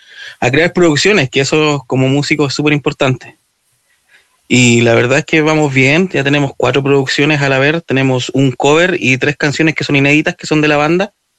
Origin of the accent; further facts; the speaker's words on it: Monte Águila, Biobío, Chile; somos tres de Monte Águila. pueblito que está cercano a Laja, en la comuna de Cabrero.